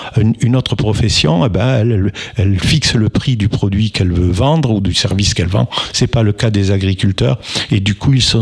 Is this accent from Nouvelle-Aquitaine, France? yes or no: no; Mirepoix, Occitanie, France; Vous savez, je suis de Mirepoix, oui.